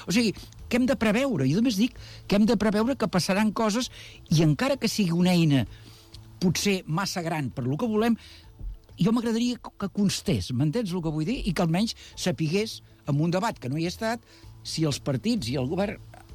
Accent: Badalona, Catalonia, Spain; com a badaloní

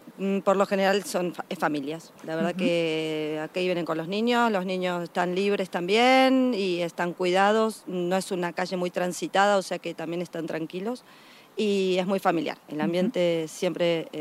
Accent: Argentina; now in Spain; Ya por mi acento se habrán dado cuenta que soy argentina. Pero bueno, no pasa nada, estamos felices igual. Mis hijos son nacidos aquí, así que está todo bien.

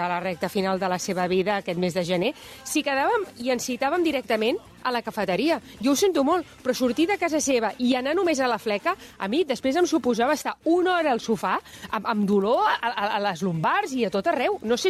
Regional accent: Badalona, Catalonia, Spain; jo que soc de Badalona

